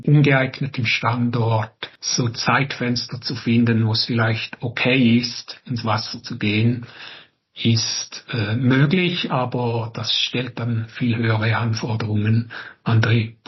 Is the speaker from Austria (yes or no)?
no; Schaffhausen, Switzerland; now in Stuttgart, Germany; Als Bub in der Schweiz, zum Beispiel Schaffhausen, da bin ich oft im Rhein baden gegangen.